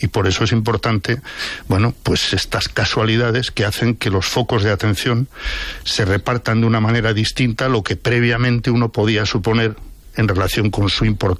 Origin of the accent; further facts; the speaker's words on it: León, Castile and León, Spain; soy de León.